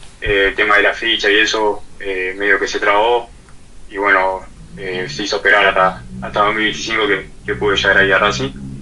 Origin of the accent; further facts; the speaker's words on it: San José, Uruguay; moved away; yo tengo 19 años y soy de San José.